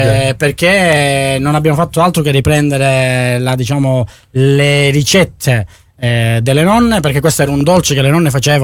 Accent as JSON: {"language": "Italian", "town": "Catanzaro", "region": "Calabria", "country": "Italy", "said": "realtà, vengo da Catanzaro, non da Taverna."}